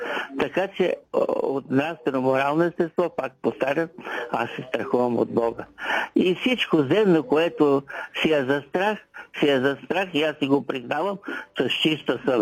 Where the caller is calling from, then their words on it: Vratsa, Vratsa Province, Bulgaria; и съм от Враца